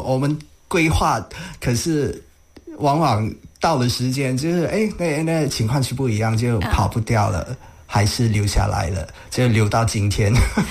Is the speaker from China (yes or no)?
no; Kelantan, Malaysia; moved away as an adult; now in Kuala Lumpur, Malaysia; 后来就先回到吉兰丹，就是我的家乡嘛，就回到吉兰丹来当灵教。就回我的母校去当灵教。